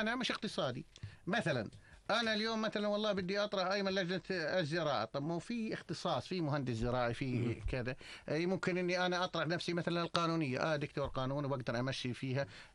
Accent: Jordan; تعرف أنه أن إحنا نشمية أردنية من حزب الأمة بتمثل المملكة الأردنية

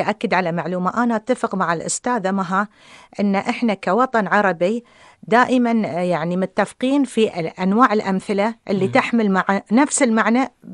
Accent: Bahrain; accent: Bahraini; استخدمت اللهجة البحرينية اللي انتداولها

